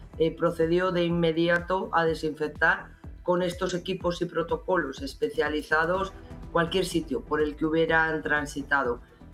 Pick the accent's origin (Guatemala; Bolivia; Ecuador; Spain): Spain; como españoles podemos estar orgullosos